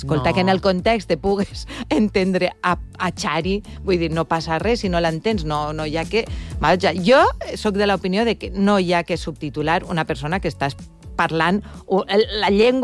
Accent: Valencian Community, Spain; jo sóc valenciana, tu saps ben bé, tu també.

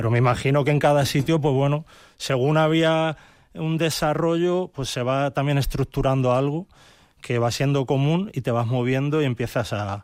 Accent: Albalá, Extremadura, Spain; en mi pueblo, en Albalá, que es un pueblo de Cáceres

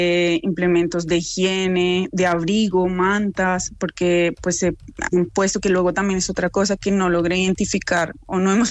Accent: Bogotá, Colombia; asociación en la cual estamos varias colombianas de diferentes zonas del país. Yo, por ejemplo, pues soy de Bogotá

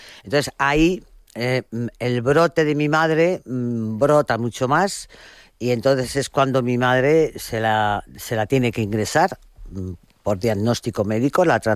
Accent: Madrid, Community of Madrid, Spain; Madrid es la ciudad donde yo crecí. Luego ya me fui cuando decidí

